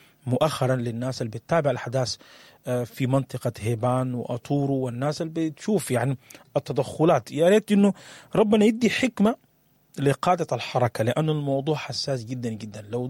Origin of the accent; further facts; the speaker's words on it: Sudan; لأن احنا بنعرف كسودانيين شنو لما يخش الموضوع قبيلتي وقبيلتك وكلام كثير